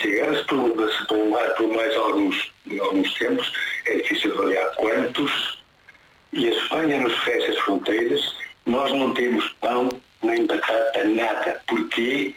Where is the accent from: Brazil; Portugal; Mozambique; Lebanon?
Portugal; Norte; moved away; Eu sou transmontano e dói-me muito, passar por lá, muitas vezes pela minha aldeia